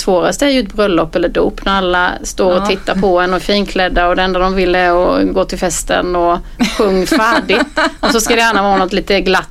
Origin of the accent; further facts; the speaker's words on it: Rataryd, Kronoberg County, Sweden; Ja, det är ju mitt hem, höll jag på att säga. Det är ju där jag kommer ifrån och där jag känner mig som mest trygg.